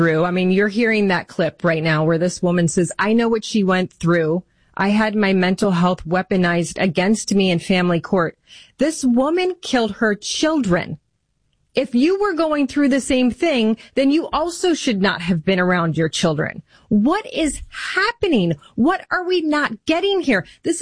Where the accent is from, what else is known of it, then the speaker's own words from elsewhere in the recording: Michigan, United States; Michigan congressional candidate Michael Bouchard joins us on the political fight happening in my home state of Michigan.